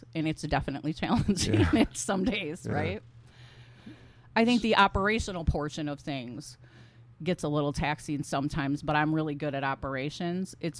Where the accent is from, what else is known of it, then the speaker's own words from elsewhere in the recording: Milwaukee County, Wisconsin, United States; also born or lived in Green Bay; I'm from Milwaukee County, graduated in 96 from Brown Deer High School.